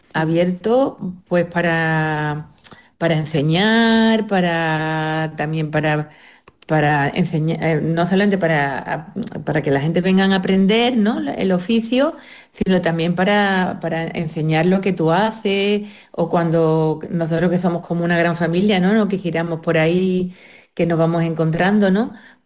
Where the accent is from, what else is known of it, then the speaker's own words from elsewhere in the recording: Jerez de la Frontera, Andalusia, Spain; somos de Jerez